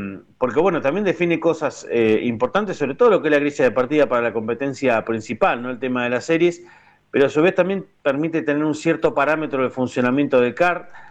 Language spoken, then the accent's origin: Spanish; Argentina; como somos nosotros, los argentinos, con el deporte mismo, ¿no?, de ser tan eufóricos, de ser tan patrióticos